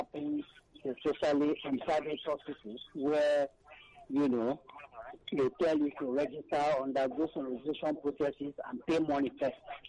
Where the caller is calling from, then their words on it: Ikotun, Lagos, Nigeria; I'm calling from Abaraje, Ikotun.